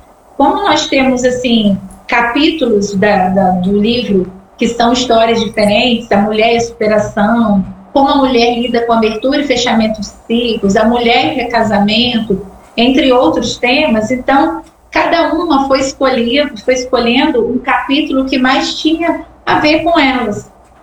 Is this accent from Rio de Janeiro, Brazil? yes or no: yes; Campos dos Goytacazes, Rio de Janeiro, Brazil; born there; now in Rio das Ostras, Brazil; Sim, como foi falado … Eu nasci em Campos dos Goytacazes, mas morei na capital por 23 anos. E há 3 anos eu estou aqui em Rio das Ostras, que é a região dos lagos aqui do estado do Rio de Janeiro.